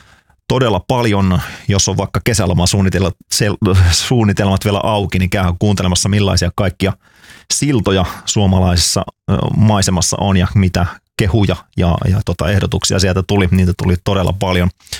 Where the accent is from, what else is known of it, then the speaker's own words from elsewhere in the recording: Oulunsalo, North Ostrobothnia, Finland; Itse olen tuolta Oulunsalosta kotoisin, ja lapsena oli tapana vähintään se kerran vuodessa käydä Hailuodossa lossireissulla.